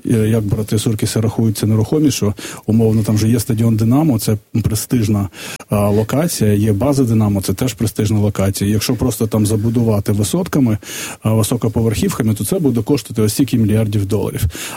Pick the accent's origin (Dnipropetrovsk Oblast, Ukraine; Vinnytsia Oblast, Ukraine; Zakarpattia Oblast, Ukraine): Vinnytsia Oblast, Ukraine; Vinnytsia; Я ж родом з Вінниці.